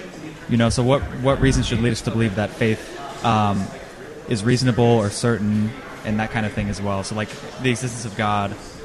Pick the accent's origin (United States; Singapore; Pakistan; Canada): United States; Allen, Texas; I'm from Allen, Texas, yes.